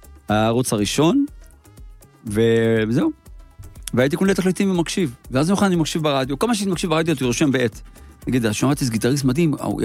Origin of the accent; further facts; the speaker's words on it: Yeruham, Southern District, Israel; נולדתי בירוחם.